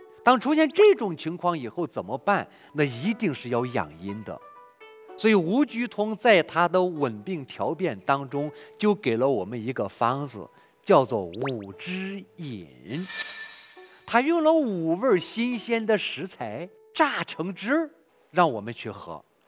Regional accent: China; 我们中国人都知道说不能见凉的

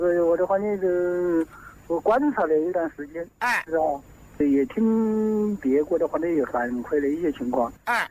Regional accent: Hanan, Hubei, China; 我汉南的。

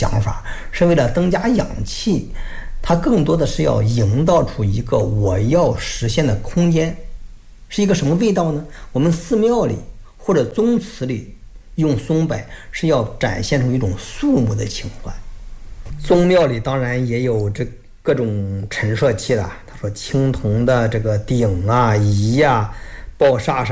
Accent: China; 我们中国人

